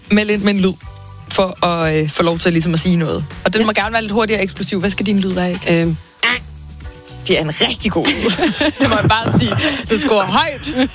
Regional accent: Viborg, Central Denmark Region, Denmark; jeg er fra Viborg.

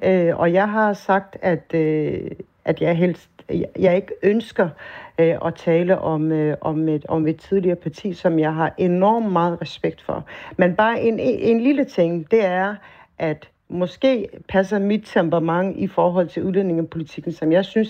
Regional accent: Odense, Region of Southern Denmark, Denmark; jeg er vokset op i Vollsmose.

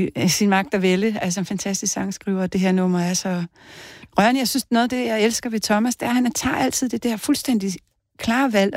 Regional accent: Aarhus, Central Denmark Region, Denmark; moved away; jeg er jo egentlig fra Aarhus.

